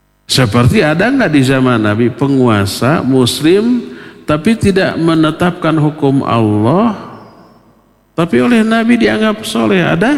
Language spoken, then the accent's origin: Indonesian; Papua, Indonesia; now in Bandung, Indonesia; Saya berasal dari Papua, tapi tinggal di Bandung.